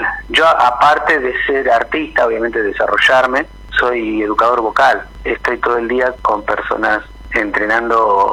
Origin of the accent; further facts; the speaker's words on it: Neuquén, Argentina; Soy neuquino, obviamente con padres que vinieron y se radicaron en esta zona, de la provincia de Buenos Aires y de Salta. Así que bueno, estamos acá hace mucho tiempo haciendo música y desde muy temprana edad, obviamente criado en un ambiente musical, artístico